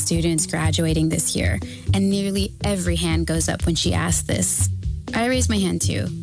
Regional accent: California, United States; I grew up in the Central Valley as well, just a couple hours north. My dad's side of the family came over from Mexico to work in the fields

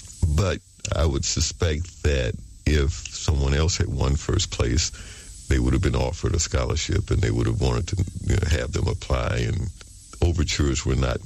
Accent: Mobile, Alabama, United States; I grew up in Alabama. It was Mobile, Alabama. My father was a military veteran.

